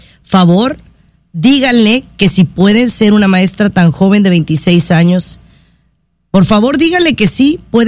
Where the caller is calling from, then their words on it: San Diego, California, United States